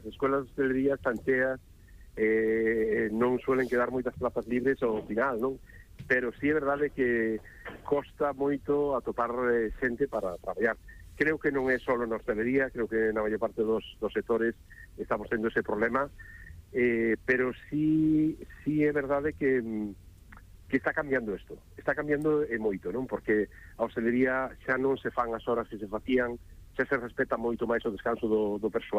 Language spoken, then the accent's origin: Galician; Cambados, Galicia, Spain; eu son de Cambados, ainda que non suelo decir porque non me gusta presumir, pero son de Cambados, e como vou cambadés, esa vieira ao forno tradicional